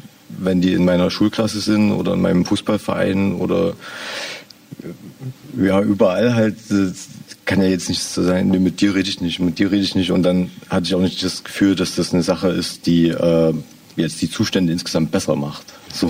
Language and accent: German; Zwickau, Saxony, Germany; moved away; ich komme aus Zwickau und Zwickau ist halt eine Stadt, wo sehr, sehr viele Menschen weggezogen sind.